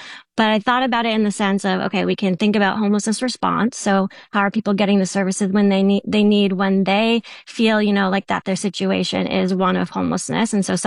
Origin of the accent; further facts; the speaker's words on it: Boston, Massachusetts, United States; also born or lived in Nashville; now in Rhode Island, United States; I am new to Rhode Island. I'm here for a couple of years. And I grew up in the Boston area. And before that, I was in Nashville.